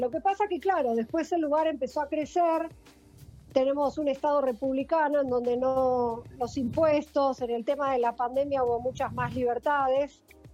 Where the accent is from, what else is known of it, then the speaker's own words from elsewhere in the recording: Argentina; moved away as an adult; now in Miami, United States; Yo soy argentina, así es.